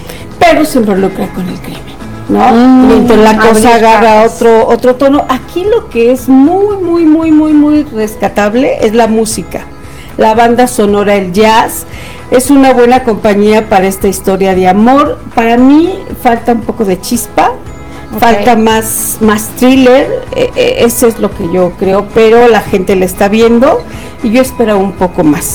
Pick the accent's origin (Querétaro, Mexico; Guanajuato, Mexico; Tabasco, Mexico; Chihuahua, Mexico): Querétaro, Mexico; Cuando saben que somos queretanos ya no salimos, pero los que no son queretanos corren, ¿no?